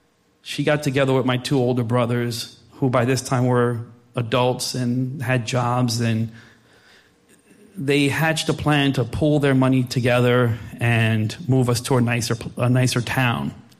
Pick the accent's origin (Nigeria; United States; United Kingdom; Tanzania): United States; Plainfield, New Jersey; born there; I was born in 1974 in Plainfield, New Jersey. Plainfield people here. The fourth son of Afro-Latino immigrants from the Dominican Republic.